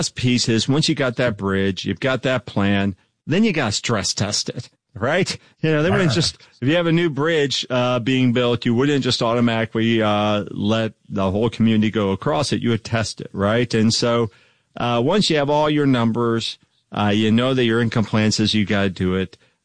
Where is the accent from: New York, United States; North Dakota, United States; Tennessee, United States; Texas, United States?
Texas, United States; Dallas; now in Northwest, United States; I grew up in Dallas, Texas, and up here in the Northwest now, but a lot of people had pools.